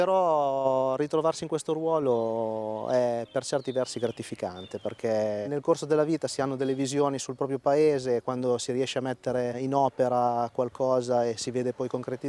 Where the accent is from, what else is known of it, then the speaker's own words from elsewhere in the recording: Solero, Piedmont, Italy; born there; Solero per me è il mio paese di nascita, il paese dove ho deciso comunque di vivere.